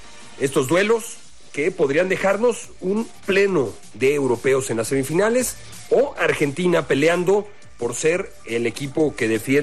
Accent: Mexico

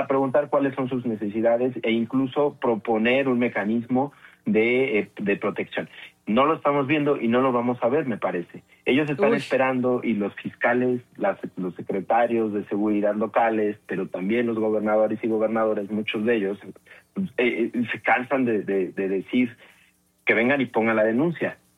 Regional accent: Mexico

